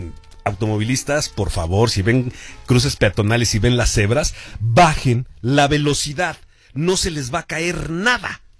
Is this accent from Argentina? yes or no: no; Mexico City, Mexico; como buen chilango mexicano